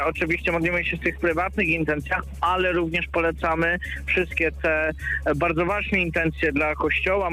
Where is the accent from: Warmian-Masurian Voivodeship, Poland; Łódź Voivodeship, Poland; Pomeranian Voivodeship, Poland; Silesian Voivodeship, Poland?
Silesian Voivodeship, Poland; accent: Silesian; jak to mówimy po śląsku